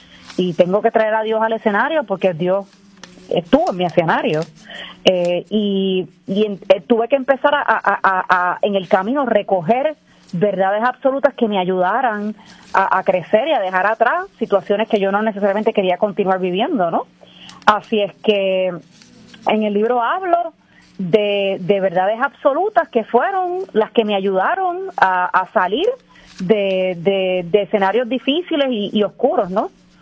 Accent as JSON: {"language": "Spanish", "country": "Puerto Rico", "said": "Yo soy de Cupey, Puerto Rico. La cuna de Tito Trinidad."}